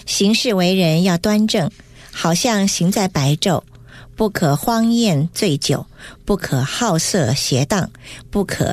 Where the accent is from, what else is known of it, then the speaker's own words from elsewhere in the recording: China; 对，我们中国人从前也常常用酒来当作消毒杀菌的东西啊。